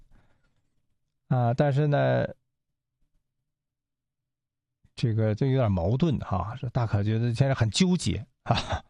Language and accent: Chinese; Northeast China, China; 咱们东北话不差事儿